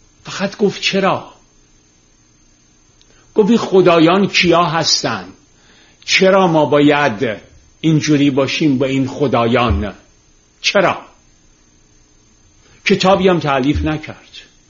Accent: Tehran, Tehran Province, Iran; چون ما تو گل و شل بزرگ شدیم، من روزی که خیابون کوچه های تهران رو تیر میذاشتن که سیم برق بکشن یادمه.

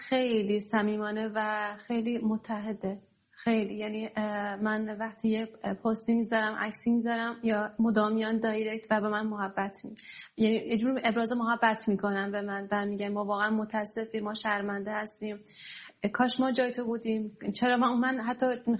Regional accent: Iran; moved away as an adult; now in Italy; در کشور خب دور افتاده از ایران هستم، دور از خانواده و وطنم هستم،

